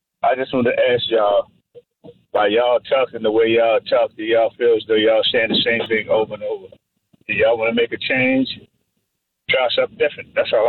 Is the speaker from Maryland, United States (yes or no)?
yes; Baltimore, Maryland, United States; I'm from Baltimore, Carl.